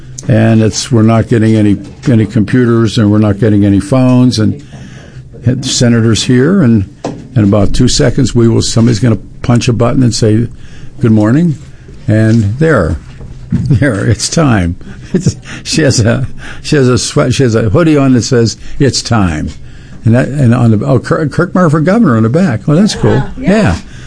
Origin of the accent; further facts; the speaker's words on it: Missouri, United States; I'm from Missouri.